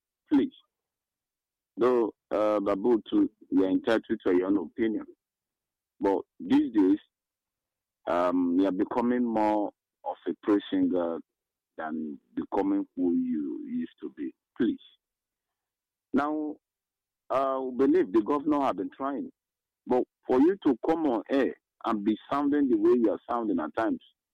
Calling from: Enugu State, Nigeria; I'm calling from Okpabe Nimbo, the Nozowani local government.

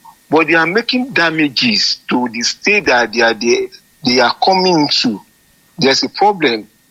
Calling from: Lagos, Nigeria; I'm calling from Surulere in Lagos State.

